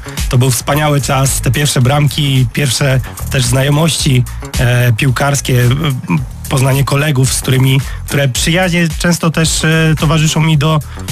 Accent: Myszków, Silesian Voivodeship, Poland; moved away; Ja pochodzę z Myszkowa, mała miejscowość w województwie śląskim.

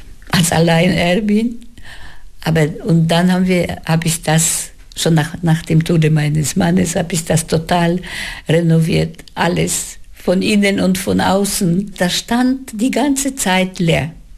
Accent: Germany; Ich bin Deutsche und deswegen bin ich Oma.

